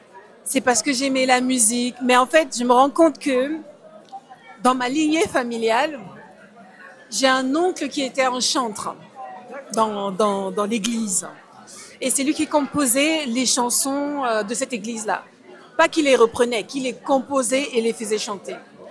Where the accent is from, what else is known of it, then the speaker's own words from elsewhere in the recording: Littoral, Cameroon; moved away as an adult; now in France; Moi, je viens du Cameroun, je suis d'originaire Cameroun.